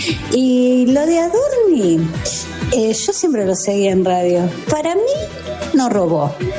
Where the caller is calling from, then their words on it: Lavallol, Buenos Aires Province, Argentina; de Lavallol